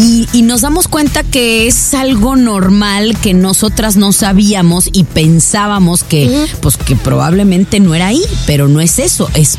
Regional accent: Guadalajara, Jalisco, Mexico; este par de tapatías, como buenas mexicanas que somos

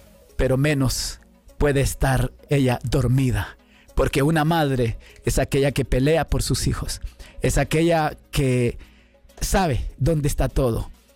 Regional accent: Honduras; now in Austin, United States; Ella tuvo que agarrar un vuelo y ya está en mi tierra natal, Honduras.

